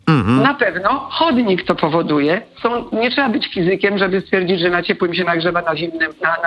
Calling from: Łódź, Łódź Voivodeship, Poland; Dzwonię z Łodzi

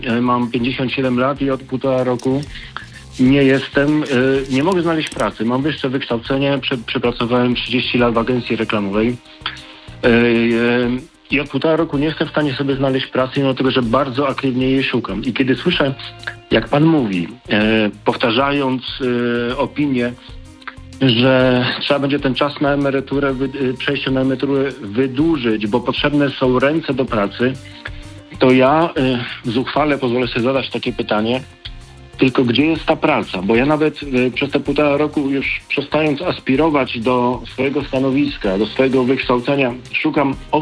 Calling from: Warsaw, Masovian Voivodeship, Poland; dzwonię z Warszawy. Ja nie wiem, czy życie staruszka jest wesołe, ponieważ jeszcze nim nie jestem. Mam 57 lat

